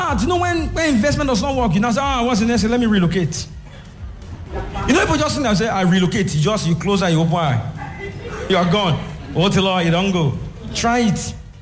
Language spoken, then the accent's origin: English; Nigeria; moved away; I'm from Nigeria.